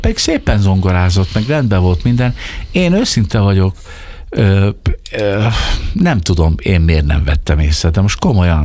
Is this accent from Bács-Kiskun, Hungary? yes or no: no; Budapest, Hungary; honnan vagy, és mondtam, hogy Magyarországról, Budapestről jöttem.